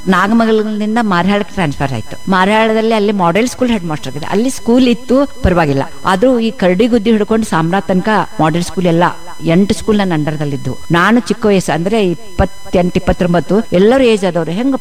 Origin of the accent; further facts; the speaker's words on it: Lokapur, Karnataka, India; moved away as an adult; also born or lived in Mysore / Nagamangala; ವರ್ಷಕ್ಕೊಂದೆರಡು ಸಲ ಬೆಳಗಾವಿಗೆ ಲೋಕಾಪುರಕ್ಕೆ ಬರ್ತಾ ಇದ್ದೆ.